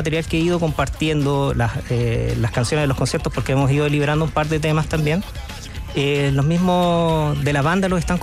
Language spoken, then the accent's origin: Spanish; Chile; es algo que yo siento que como chilenos debemos sentir un orgullo